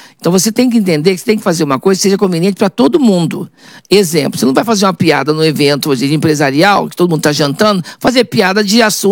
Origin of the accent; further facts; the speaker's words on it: Poços de Caldas, Minas Gerais, Brazil; also born or lived in Machado; Eu só nasci lá, mas fui criado em Poços de Caldas.